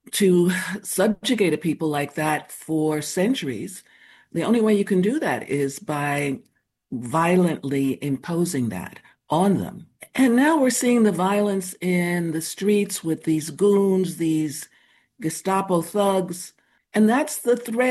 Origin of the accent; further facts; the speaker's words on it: New York City, New York, United States; also born or lived in Chicago; I grew up in New York City, although I was born in Chicago, and I grew up during the second Red Scare and into the resurgent civil rights movement.